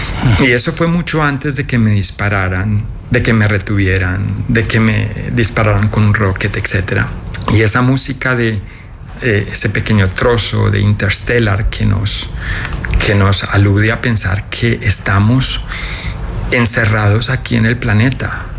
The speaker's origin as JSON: {"language": "Spanish", "country": "Colombia", "said": "como colombiano yo creo que muchos, sobre todo de mi generación, fuimos víctimas y llevamos consigo esas cicatrices del conflicto."}